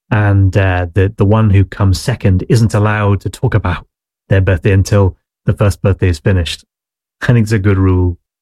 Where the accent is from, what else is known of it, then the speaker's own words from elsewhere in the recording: United Kingdom; I'm a Brit